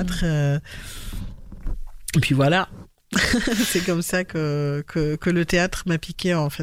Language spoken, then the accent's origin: French; Oran, Oran Province, Algeria; moved away as an adult; now in France; j'ai grandi en Algérie, à Oran